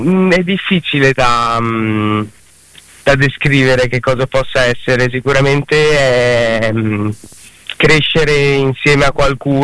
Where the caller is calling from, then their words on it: Bologna, Emilia-Romagna, Italy; Io sono di Bologna.